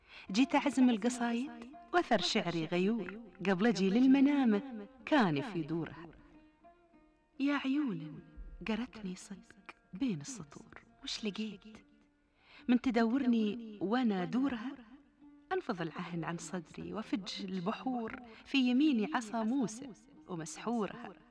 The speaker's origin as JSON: {"language": "Arabic", "country": "Bahrain", "said": "احنا هل البحرين"}